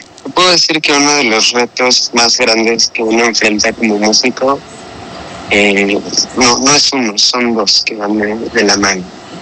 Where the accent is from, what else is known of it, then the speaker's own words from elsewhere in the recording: Morelos, Mexico; Soy violonchelista de la ciudad del estado de Morelos.